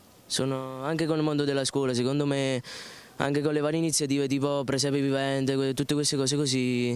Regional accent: Trecase, Campania, Italy; Da Trecase, provincia di Napoli.

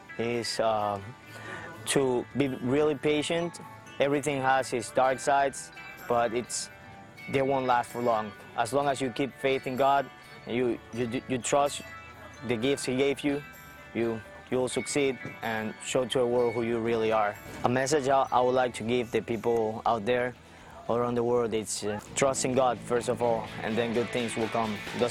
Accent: Guayaquil, Guayas, Ecuador; now in United States; I'm from Ecuador, Guayaquil. I play soccer for Ave Maria University.

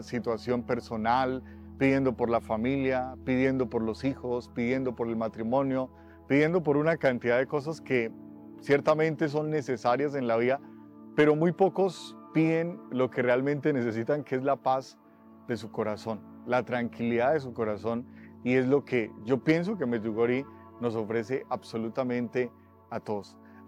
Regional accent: Boyacá, Colombia; now in -; Soy sacerdote colombiano de la diócesis de Vitama Sogamoso, allí en Colombia.

